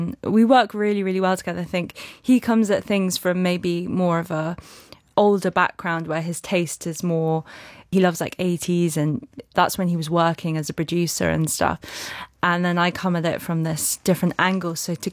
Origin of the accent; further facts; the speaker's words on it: Brighton, South East England, United Kingdom; also born or lived in London; We moved from London to Brighton when I was very young.